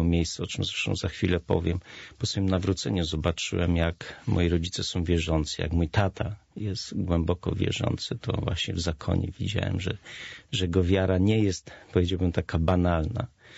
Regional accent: Nowy Sącz, Lesser Poland, Poland; Ja pochodzę z Nowego Sącza, z miasta.

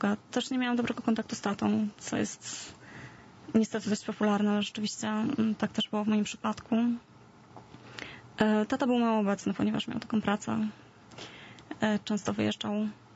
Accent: Warsaw, Masovian Voivodeship, Poland; wychowywałam się w takiej dzielnicy, właściwie takiej warszawskiej Pradze, trochę można powiedzieć.

